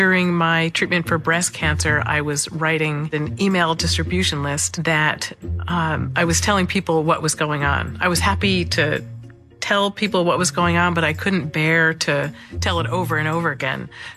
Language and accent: English; New York, United States; now in Littleton, United States; I'm originally from New York State, but I have lived in Littleton, Massachusetts for nearly 30 years.